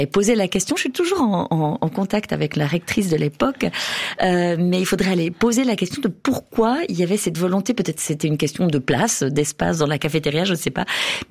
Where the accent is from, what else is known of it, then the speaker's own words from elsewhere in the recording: Biel/Bienne, Bern, Switzerland; J'ai grandi à Bienne avec ma famille. Et, on avait des voisins alémaniques.